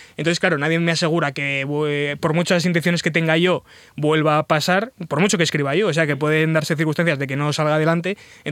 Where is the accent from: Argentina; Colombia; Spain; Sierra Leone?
Spain; Soria, Castile and León; also born or lived in three cities; el viernes fue en Soria, que es mi ciudad natal y donde me apetecía bautizar al niño, por así decirlo